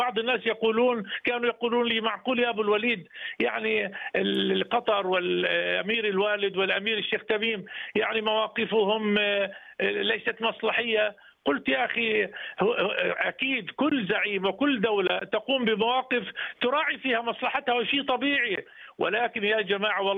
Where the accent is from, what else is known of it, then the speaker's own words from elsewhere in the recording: Palestine; نحن أبناء فلسطين أوفياء لهذه القامة الكبيرة